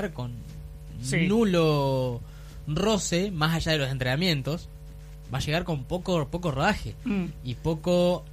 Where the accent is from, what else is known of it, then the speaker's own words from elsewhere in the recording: Argentina; Soy argentino.